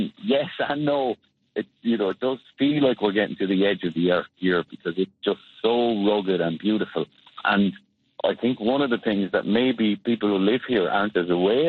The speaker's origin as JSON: {"language": "English", "town": "Waterford", "region": "Munster", "country": "Ireland", "said": "I come from Waterford in Ireland"}